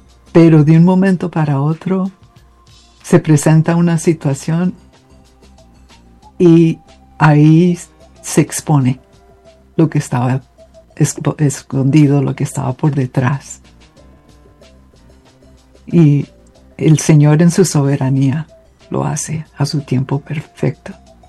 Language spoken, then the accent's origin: Spanish; Colombia